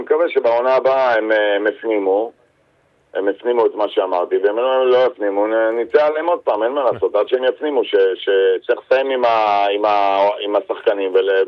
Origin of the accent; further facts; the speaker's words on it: Central Israel, Israel; אני לא באר שבעי במקור, אני בכלל ממרכז הארץ במקור, זה שאני אוהב מגיל 6 זה עוד לא עושה אותי באר שבעי